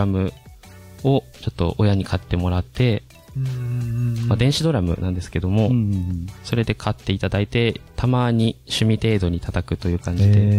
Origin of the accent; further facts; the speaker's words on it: Tomakomai, Hokkaido, Japan; 僕はですね、北海道出身で、その中でも苫小牧市という、まあ、胆振なので、室蘭の人は結構知ってる地名じゃないかなと思うんですが、苫小牧の出身で、現在でも苫小牧からこちらに通ってきています。